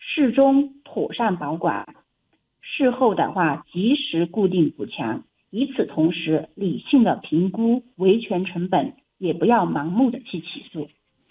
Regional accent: China; 特别是我们中国人

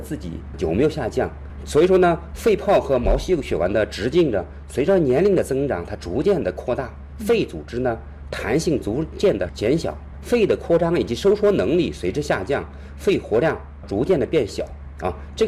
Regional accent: northern China, China; 我们是北方人，吃馒头啊

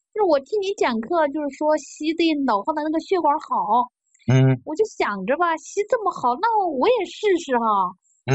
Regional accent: Chengdu, Sichuan, China; 我家是四川的，

